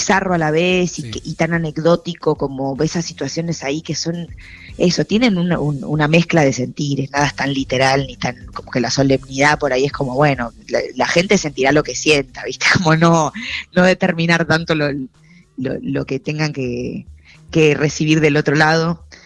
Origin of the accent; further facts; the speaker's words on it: Cipolletti, Río Negro, Argentina; now in Buenos Aires, Argentina; yo soy de Río Negro, de Chipoleti.